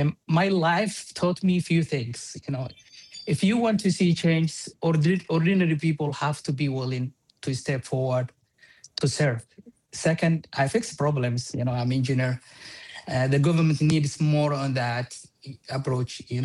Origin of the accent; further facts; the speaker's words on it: Mogadishu, Banadir, Somalia; moved away as an adult; also born or lived in Lahore, Pakistan; now in St. Louis Park, United States; I was born and raised in Mogadishu, Somalia. I left to pursue my education in Pakistan, Lahore. Then 2014, I migrated to United States.